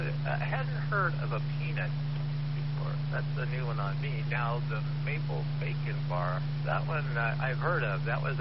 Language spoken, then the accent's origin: English; Oregon, United States; And I'm from Oregon, so I heard about that years ago.